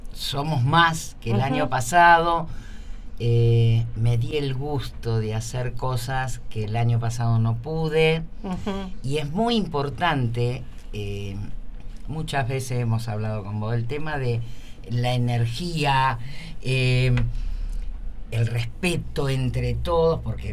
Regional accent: Rosario, Santa Fe, Argentina; born there; moved away as an adult; also born or lived in Arroyo Seco, Argentina; now in General Rodríguez, Argentina; Yo nací en Arroyo Seco

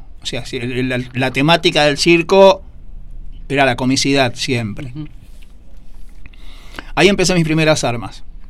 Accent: Mercedes, Buenos Aires Province, Argentina; moved away as an adult; now in Luján, Argentina; Retomé, ya viviendo en Luján, porque yo soy nativo de Mercedes. A mis 20 y pico me vine a vivir a Luján.

